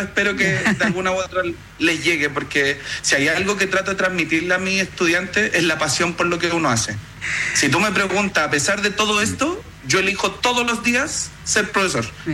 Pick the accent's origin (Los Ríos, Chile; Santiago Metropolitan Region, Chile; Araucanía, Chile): Santiago Metropolitan Region, Chile; Santiago; Y yo estoy ahora en la ciudad de Puerto Natales. Yo soy de Santiago, trabajo en la comuna de Pedro Aguirre Cerda.